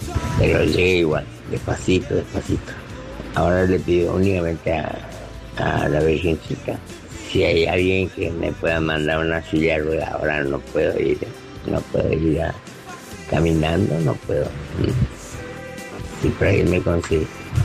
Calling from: Colina, Formosa, Argentina; de Colina, Formosa.

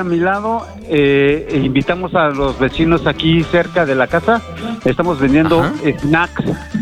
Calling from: Mexico City, Mexico; De la Magdalena Contreras

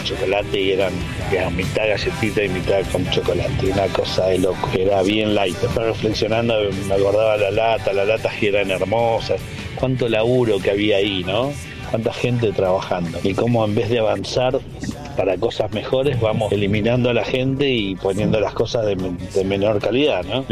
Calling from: Buenos Aires, Argentina; de Devoto

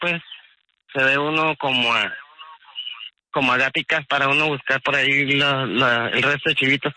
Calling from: Piedecuesta, Santander, Colombia; Yo vivo en Piedecuesta, en una vereda en Piedecuesta.

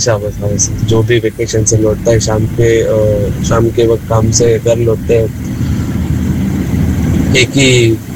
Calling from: Mumbai, Maharashtra, India; मैं मुंबई से हूँ

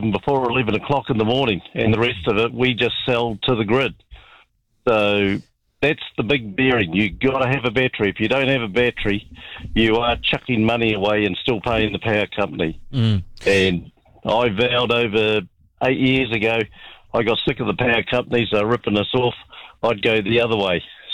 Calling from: Taupo, Waikato, New Zealand; I'm in Taupo.

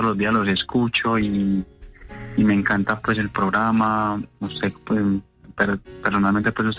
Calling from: Medellín, Antioquia, Colombia; los llamo desde Medellín.

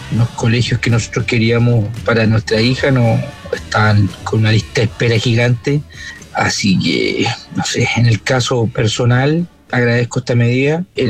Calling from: Viña del Mar, Valparaíso, Chile; desde Viña del Mar.

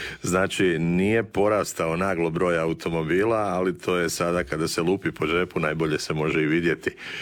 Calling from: Osijek, Osijek-Baranja County, Croatia; Dobar dan iz Osijeka, iz Slavonije i Baranje. Evo, kod nas u Osijeku dvije su teme posljednjih dana.

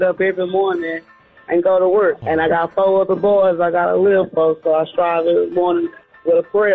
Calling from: Corning, United States; I'm calling from Corning.

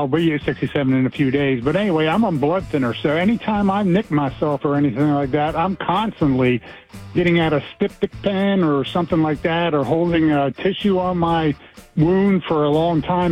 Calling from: Crofton, Maryland, United States; from Crofton.

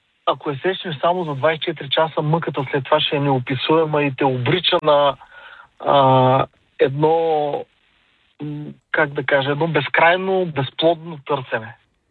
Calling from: Varna, Varna Province, Bulgaria; съм от Варна.

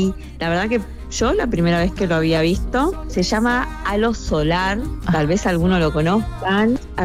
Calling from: Posadas, Misiones, Argentina; Posadas queda en Misiones y bueno, somos muy vecinos de Paraguay

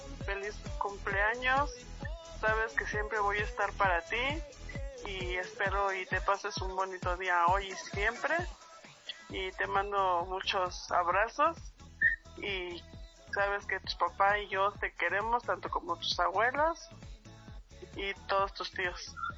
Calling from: Milpa Alta, Mexico City, Mexico; Nos encontramos aquí en la delegación de Milpalta.

